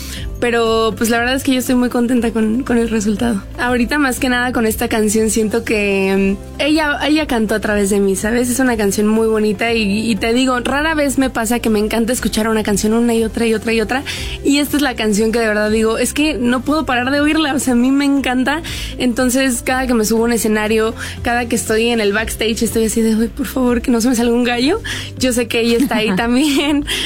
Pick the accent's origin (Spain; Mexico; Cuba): Mexico; yo soy muy orgullosa de donde vengo y estoy muy contenta de ser mexicana.